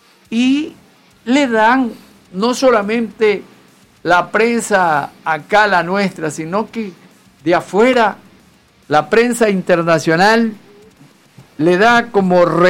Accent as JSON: {"language": "Spanish", "country": "Ecuador"}